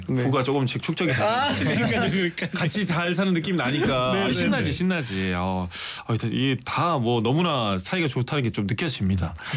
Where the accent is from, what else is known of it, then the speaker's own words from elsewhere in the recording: Ulsan, South Korea; 제 고향 동생. 울세이. 예, 울산 동생.